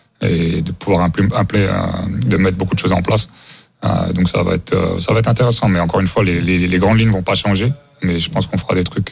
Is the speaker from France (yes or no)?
yes; France; now in United States; j'ai grandi en France